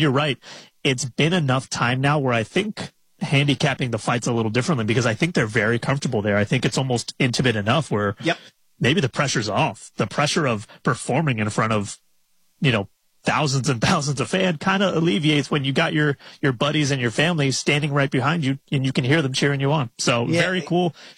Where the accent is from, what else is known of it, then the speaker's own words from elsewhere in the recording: Florida, United States; Like I grew up in Florida, so I'm used to humidity